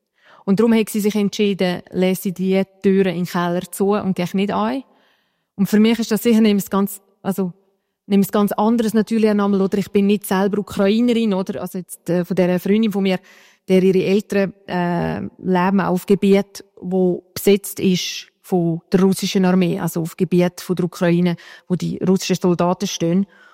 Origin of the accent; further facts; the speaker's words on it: Sargans, St. Gallen, Switzerland; also born or lived in Mels; ich bin in Sargasse aufgewachsen, ich habe Heimatort Mels, oder? Also dort fragt dich niemand.